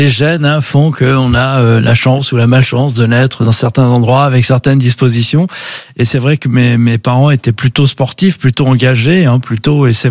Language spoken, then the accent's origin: French; Reims, Grand Est, France; born there; also born or lived in Arcachon / Provence; Moi, je suis né à Reims, mais de passage, j'aurais pu naître ailleurs. Puis on a vécu sur la façade atlantique, sur le bassin d'Arcachon, en Provence.